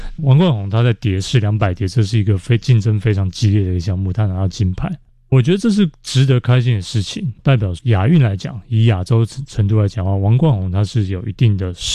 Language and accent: Chinese; Taiwan